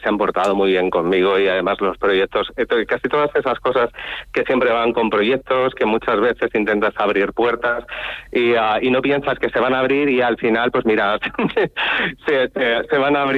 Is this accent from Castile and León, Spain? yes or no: no; Toledo, Castilla-La Mancha, Spain; also born or lived in Madrid; yo soy originario de Madrid, nacido en Madrid, aunque yo siempre digo que soy de Toledo, toda mi familia es toledana y yo me he criado ahí en Toledo.